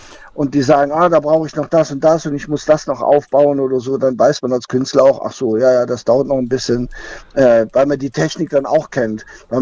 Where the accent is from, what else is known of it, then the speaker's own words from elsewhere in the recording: North Rhine-Westphalia, Germany; now in Northern Germany; ich bin ja aus dem Kölner Raum